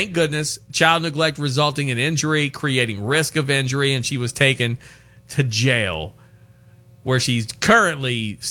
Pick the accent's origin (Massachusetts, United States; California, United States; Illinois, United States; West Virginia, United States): West Virginia, United States; Charleston; Now, I'm from Charleston, West Virginia.